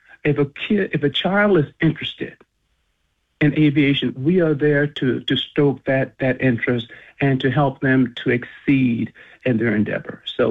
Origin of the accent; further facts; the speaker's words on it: Edisto Island, South Carolina, United States; I'm originally from Edisto Island, and I went to Baptist Hill High School, and was fortunate enough to be taught by some very dedicated people.